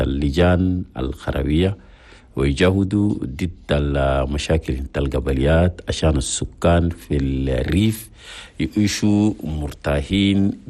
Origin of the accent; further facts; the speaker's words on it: Chad; بلدنا تشاد.